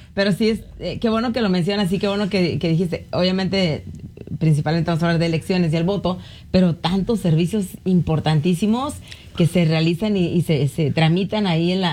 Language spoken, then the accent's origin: Spanish; Veracruz, Mexico; Somos de Jarochilandia, claro. Pero soy muy familiarizada con la frontera de McAllen.